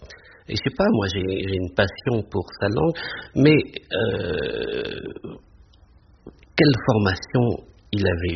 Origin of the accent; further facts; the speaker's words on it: south of France, France; born there; moved away; quand j'étais môme dans le Midi, j'habitais un petit hôtel